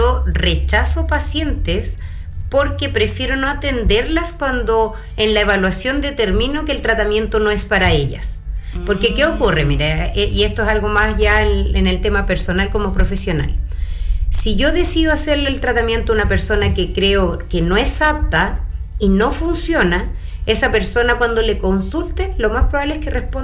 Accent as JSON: {"language": "Spanish", "country": "Chile"}